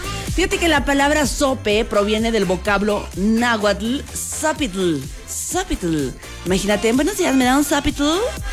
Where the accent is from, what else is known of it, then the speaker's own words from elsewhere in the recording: Mexico; Dicen que no soy una buena mexicana